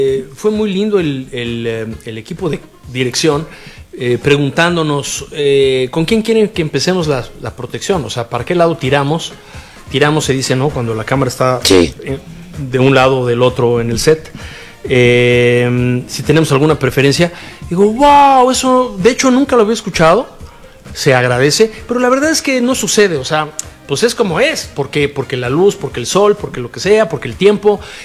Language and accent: Spanish; Tlatelolco, Mexico City, Mexico; born there; Yo nací en Tlatelolco.